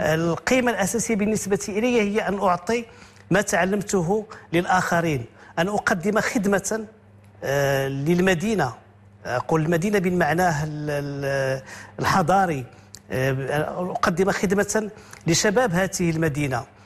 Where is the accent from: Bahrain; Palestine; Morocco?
Morocco; Meknes, Fès-Meknès; أولا اخترت مكناس لأنها مدينتي، وقلت مع نفسي أنا لست فنانا فقط، فأنا مواطن